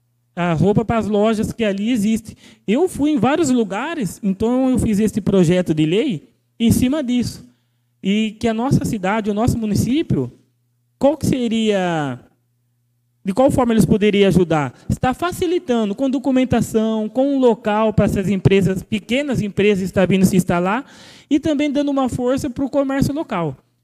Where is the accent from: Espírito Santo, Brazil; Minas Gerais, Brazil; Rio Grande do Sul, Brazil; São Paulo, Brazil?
São Paulo, Brazil; Igaraçu do Tietê